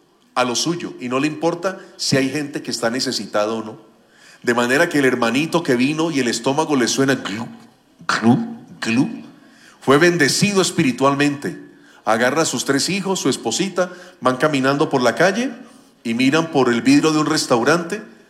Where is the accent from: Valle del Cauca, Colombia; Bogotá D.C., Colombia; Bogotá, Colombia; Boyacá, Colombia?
Valle del Cauca, Colombia; Cali; En la ciudad de donde yo soy, en Cali, Colombia